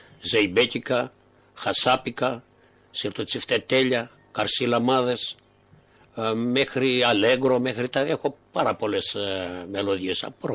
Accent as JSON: {"language": "Greek", "country": "Greece", "moved": "yes", "said": "η αγάπη για τον τόπο μου με έκαμε να γυρίσω πίσω, να έρθω στον τόπο μου ξανά."}